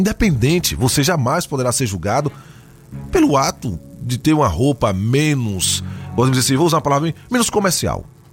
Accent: Piauí, Brazil; E a minha terra, a minha Piauí

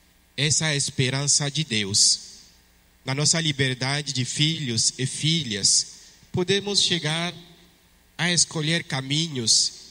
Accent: Togo; first language French; Portuguese is a second language; moved away as an adult; now in Brazil; Acho que vocês perceberam que o meu sotaque é diferente, não é? Eu sou de língua francesa, né? De um país que se chama Togo, na África. Apesar de estar no Brasil há 9 anos

